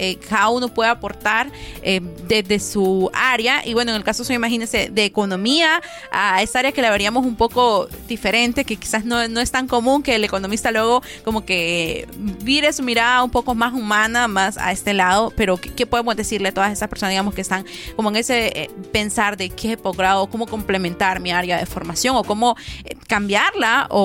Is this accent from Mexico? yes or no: no; Honduras; nosotros como hondureños